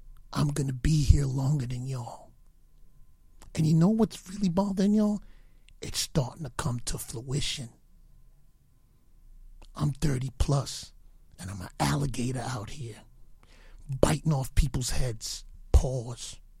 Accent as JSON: {"language": "English", "region": "New York", "country": "United States", "said": "I'm from New York, bro."}